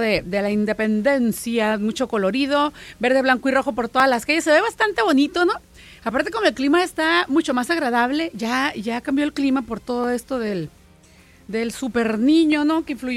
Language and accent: Spanish; northern Mexico, Mexico